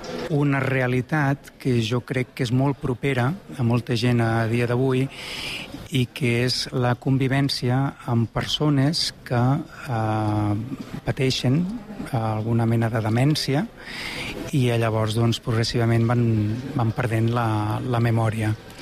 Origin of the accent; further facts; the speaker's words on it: Catalonia, Spain; Jo sóc de la Noguera